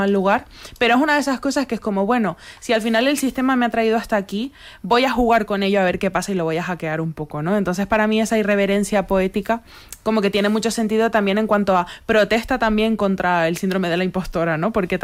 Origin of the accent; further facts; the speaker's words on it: Canary Islands, Spain; Yo como persona canaria esto lo vivo muchísimo, el haber empezado a escribir hablando en peninsular y luego cómo voy a hablar de mi pueblo en otro lenguaje, ¿no? Que no sea el mío.